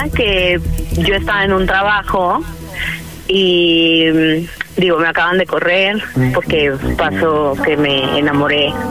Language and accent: Spanish; Tlalnepantla, State of Mexico, Mexico; Tengo 29 y soy de Tlanepantla.